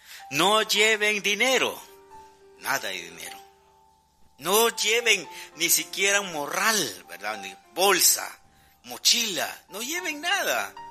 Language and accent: Spanish; Alta Verapaz, Guatemala; los que somos de Alta Verapaz.